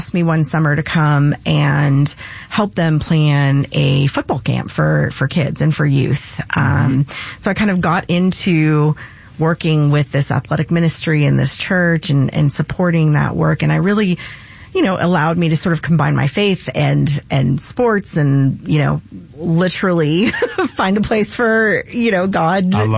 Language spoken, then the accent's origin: English; Canada; also born or lived in United States; My family is in Canada. I grew up in Canada.